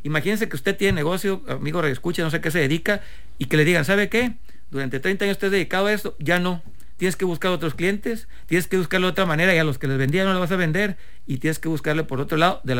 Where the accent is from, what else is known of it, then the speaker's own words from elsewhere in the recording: Mexico; hay que tratar como mexicanos de hacer lo que nos toque desde donde nos toca